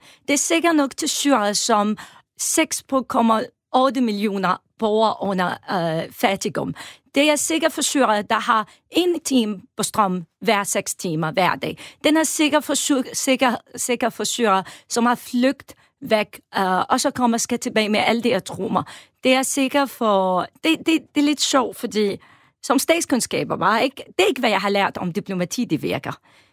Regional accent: Homs, Homs Governorate, Syria; Danish is a second language; now in Denmark; Jeg kommer fra Homs, hver anden dag vil høre om nogen, der bliver dræbt. Men selvfølgelig, jeg savner min barndom hjem.

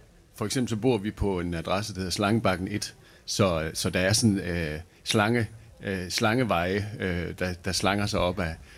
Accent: Laven, Central Denmark Region, Denmark; og jeg kommer fra Laven, en lille bjerglandsby, som ligger på siden af Julsø, med udsigt over mod Himmelbjerget.

